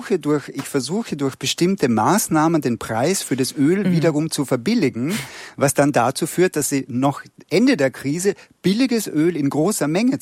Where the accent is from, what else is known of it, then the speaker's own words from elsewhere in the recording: Austria; moved away; ich bin ja aus Österreich